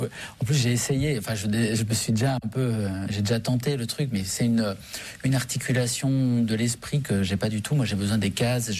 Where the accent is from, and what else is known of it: Syria; born or raised there